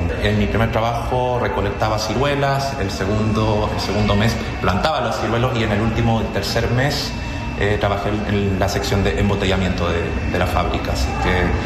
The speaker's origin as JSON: {"language": "Spanish", "country": "Chile", "also_born_or_lived": "Vsetín / Prague", "first_language": "Spanish", "moved": "as an adult", "lives_now": "Brno, Czech Republic", "said": "yo a mis paisanos chilenos que solía ver en Praga en aquel entonces"}